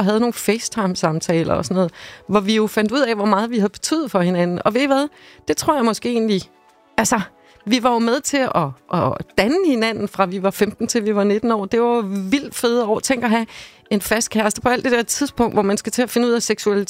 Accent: Havrebjerg, Zealand, Denmark; also born or lived in Slagelse; Ja, Eren er fra en lille by, der hedder Havrebjerg, lidt uden for Slagelse, 12 km derude fra.

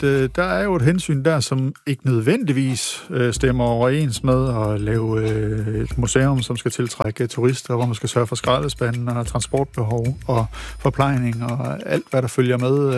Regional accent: Aalborg, North Denmark Region, Denmark; jeg er jo selv fra Aalborg

